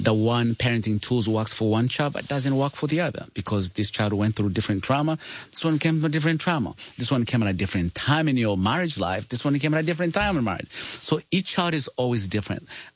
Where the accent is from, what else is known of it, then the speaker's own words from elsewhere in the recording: Uganda; English is a second language; So, I come from Uganda and grew up poor of the poorest.